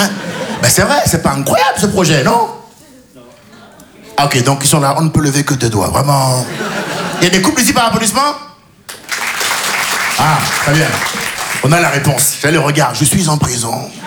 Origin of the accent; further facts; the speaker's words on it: Benin; me dis, je suis franco-béninois. Ouais, mais je me dis maintenant, quand les impôts ils viennent, je suis béninois.